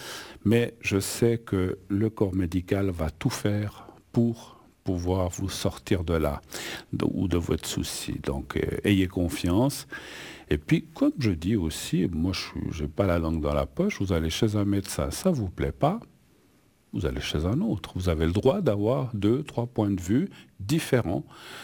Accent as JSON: {"language": "French", "country": "Spain", "moved": "yes", "lives_now": "Switzerland", "said": "de l'Espagne, de mon pays d'origine, l'Espagne"}